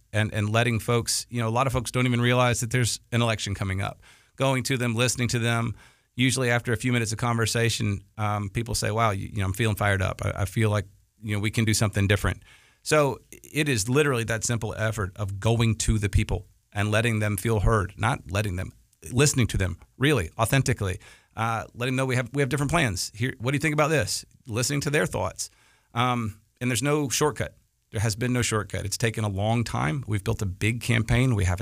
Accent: Huntsville, Alabama, United States; moved away as an adult; also born or lived in Boston / New York City; I tell folks I'm really from Huntsville, and the way you know that is because I came home from Humana Hospital, not Huntsville Hospital.

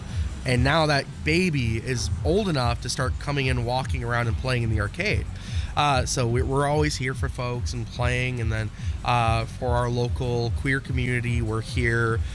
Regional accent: Utah, United States; born there; moved away; I was born in 94, Scylla was 92. I'm actually originally from Utah

